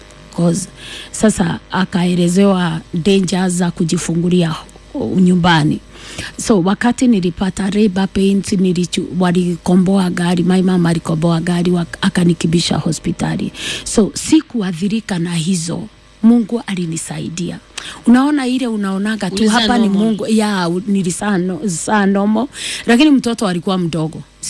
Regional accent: Mwea, Kirinyaga County, Kenya; born there; kwetu ni Mwea, Kirinyaga, na huwa tunalima mchere.

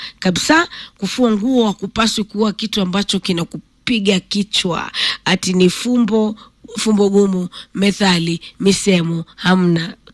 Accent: Kenya; Mimi ni mkamba, I don't lie.

